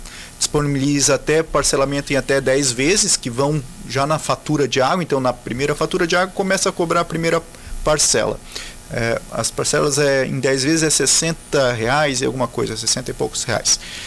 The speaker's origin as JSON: {"language": "Portuguese", "town": "Orleans", "region": "Santa Catarina", "country": "Brazil", "said": "Sou orleanense, os meus avós eram do Rio Novo, mas eu não nasci no Rio Novo. Eles, quando se casaram, eles se mudaram mais aqui para a região do Tirão Comprido, aí eu sou dessa região aí."}